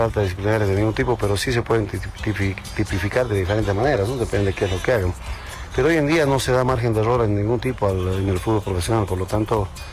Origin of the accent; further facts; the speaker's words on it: Cochabamba, Bolivia; moved away; mis padres que viven acá, mi familia, están cerca de mi tierra, Cochabamba